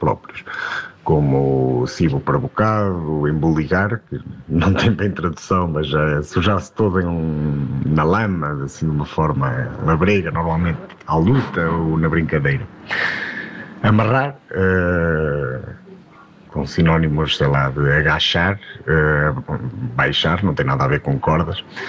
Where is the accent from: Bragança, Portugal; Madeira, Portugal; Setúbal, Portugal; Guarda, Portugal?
Bragança, Portugal; sou de Bragança e a minha dúvida prende-se por regionalismo. Pronto, já viram pelo sotaque que eu não sou algarvio, não é?